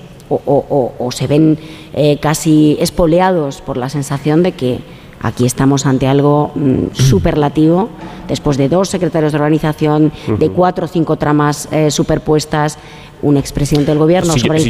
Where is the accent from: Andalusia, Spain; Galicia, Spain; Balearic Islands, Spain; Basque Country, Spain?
Galicia, Spain; como soy gallega, con otra pregunta.